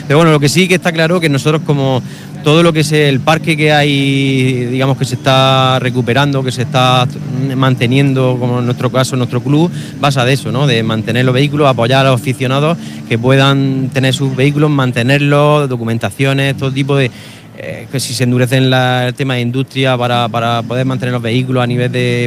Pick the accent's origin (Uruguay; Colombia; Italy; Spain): Spain; que nosotros somos españoles, pues bueno, pues vamos a sentir ahí un poco esa nostalgia.